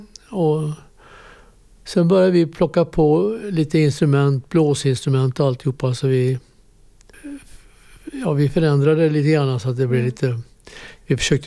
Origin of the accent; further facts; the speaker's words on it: Floby, Västra Götaland County, Sweden; also born or lived in Norra Hammar / Hällabrottet; Jag är född i Norra Hammar utanför Jönköping. Och sen flyttade mina föräldrar och mina syskon upp till Hällabrottet. Och därefter så flyttade vi till ett ställe som heter Floby. Och det ligger i Västergötland utanför Falköping.